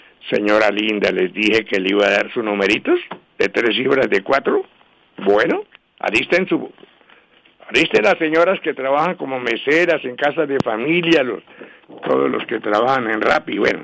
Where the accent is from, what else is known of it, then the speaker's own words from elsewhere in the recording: Bogotá, Colombia; estuve con mi esposo allá, yo soy de Bogotá, de Ciudad Caney, tenemos por acá un negocito